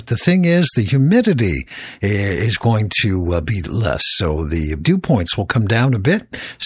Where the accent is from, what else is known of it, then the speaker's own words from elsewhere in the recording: New England, United States; now in Florida, United States; I'm from New England originally